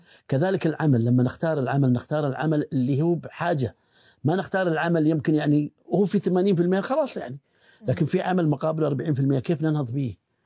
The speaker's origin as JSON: {"language": "Arabic", "country": "Bahrain", "said": "احنا عندنا في البحرين"}